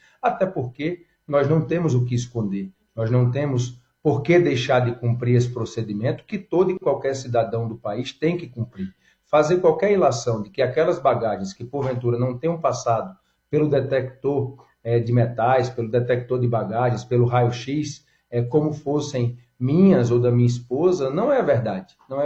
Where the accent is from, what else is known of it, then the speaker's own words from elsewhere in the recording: Paraíba, Brazil; eu sou do sertão da Paraíba e eu sei o quanto as minhas emendas são importantes para melhorar a vida das pessoas